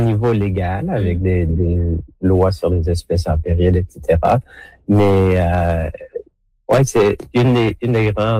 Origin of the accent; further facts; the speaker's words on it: Canada; Donc, nous avons cette responsabilité chez nous aussi, ici au Canada, de les protéger.